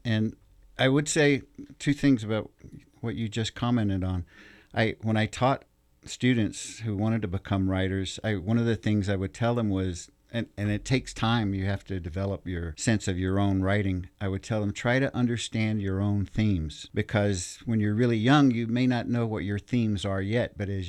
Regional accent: Georgia, United States; my understanding of myself as a Muskogee man, because I didn't grow up in Oklahoma, I grew up in Georgia, but I had relatives in Oklahoma and we would visit there often.

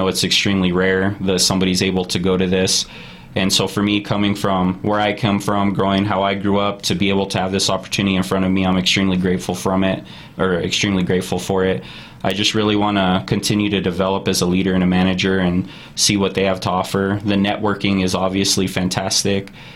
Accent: Las Cruces, New Mexico, United States; moved away as an adult; now in Farmington, United States; You know, I am from Dona Ana County, which is the Las Cruces area, pretty much born and raised there. And, you know, moving from there to here, the outdoor activities here is just great.

